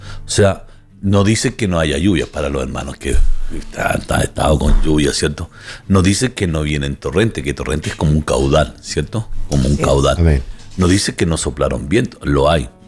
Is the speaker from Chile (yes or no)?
yes; Chile; Nosotros decimos aquí en Chile, para decir 24-7 es siempre.